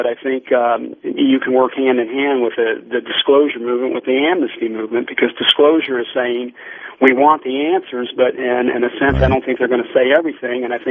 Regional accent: United States; I'm an American.

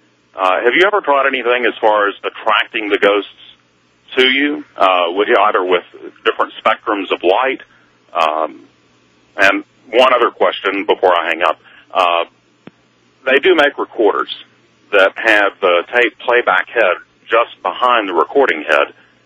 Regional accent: Louisiana, United States; now in Atlanta, United States; I'm originally from Louisiana

